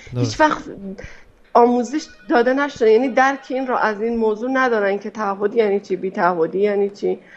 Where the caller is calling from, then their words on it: Tehran, Tehran Province, Iran; من از تهران هستم.